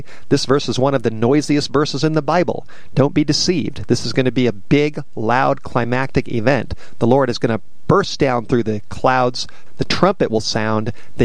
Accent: Studio City, California, United States; I grew up in Studio City of Southern California, and I tell you, the city that I lived in was not a holy city.

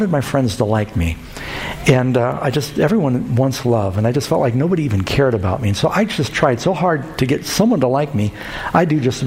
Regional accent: New York City, New York, United States; also born or lived in Southern California; Now, I grew up mostly in New York City. I'm born in Southern California. Mom moved to New York City after she divorced Dad.

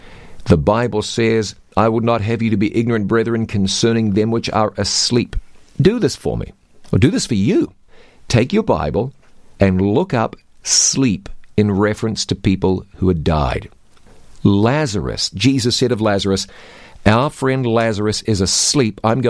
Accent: New Zealand; I can speak American and New Zealand. New Zealand's my home country.

